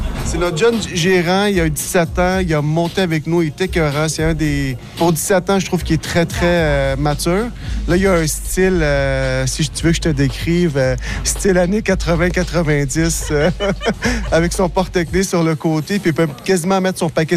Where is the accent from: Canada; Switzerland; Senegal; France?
Canada; Verdun, Quebec; Moi, je viens de Verdun. Quand mes parents sont arrivés du Liban en 90, on a fui la guerre. Ils sont arrivés, on a atterri directement à Verdun.